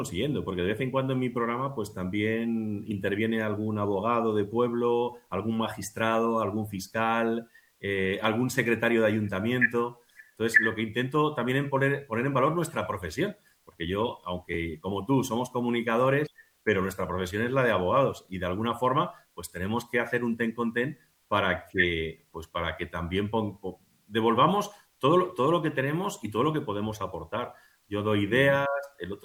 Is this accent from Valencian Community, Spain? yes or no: no; Agudo, Castilla-La Mancha, Spain; moved away as an adult; now in Madrid, Spain; yo nací hace ya muchos años, pero como digo siempre, ya voy haciendo mayor, en un pueblecito de Ciudad Real que se llama Agudo